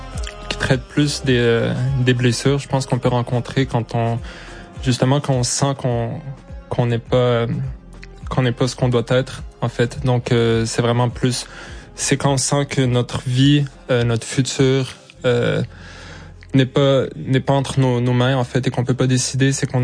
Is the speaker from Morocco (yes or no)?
yes; Morocco; accès en fait à mes cultures, à mes racines, et en fait de passer par la langue, c'est d'affirmer que je suis marocain, fier de l'être, et que ça changera pas et que personne peut me l'enlever.